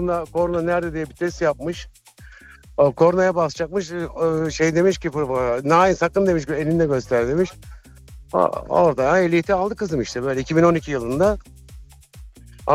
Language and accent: Turkish; Thrace, Turkey; Abi ben Trakyalıyım ben.